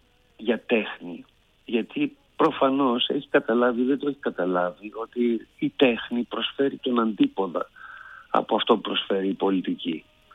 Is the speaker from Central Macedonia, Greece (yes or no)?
yes; Thessaloniki, Central Macedonia, Greece; επειδή είμαι Θεσσαλονικιός, εγώ προσωπικά όταν παίζω στην πόλη μου, στον τόπο που γεννήθηκα